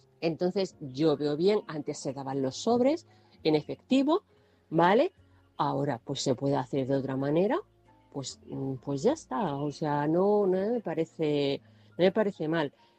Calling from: Toledo, Castilla-La Mancha, Spain; de Toledo.

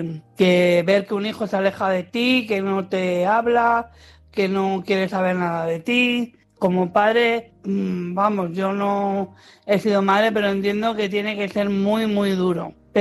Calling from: Madrid, Community of Madrid, Spain; de Madrid.

